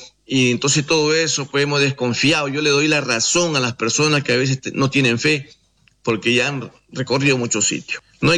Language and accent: Spanish; Ecuador